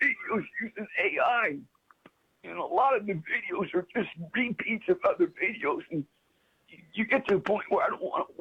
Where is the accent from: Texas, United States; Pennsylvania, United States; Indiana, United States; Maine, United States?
Indiana, United States; born there; moved away; I was born in Indiana